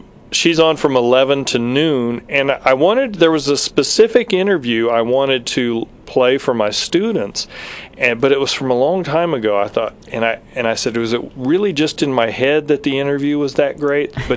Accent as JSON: {"language": "English", "region": "New Mexico", "country": "United States", "said": "They tell how it fits into your life as an American, as a Southern New Mexican."}